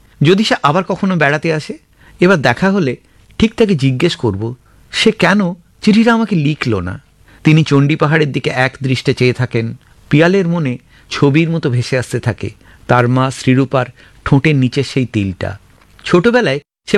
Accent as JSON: {"language": "Bangla", "town": "Howrah", "region": "West Bengal", "country": "India", "tie": "born or raised there", "said": "আগেই বলেছি আমি হাওড়ার ছেলে, ছোট থেকে শিববুর মন্দিরতলা অঞ্চলে বড় হওয়া। ওখানেই দীনবন্ধু কলেজ থেকে সায়েন্স নিয়ে গ্র্যাজুয়েট হয়েছিলাম।"}